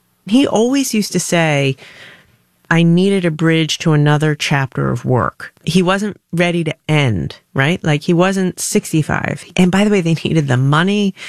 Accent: Rhode Island, United States; I'm from Rhode Island. That's a core thing about who I am. youngest of three kids, working class Italian-American family. My grandpa was an immigrant from Italy, lived in the house with us.

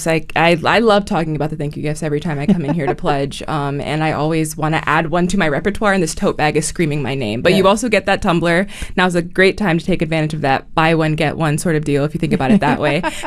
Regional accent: Cleveland, Ohio, United States; coming to IdeaStream here in my hometown in Cleveland

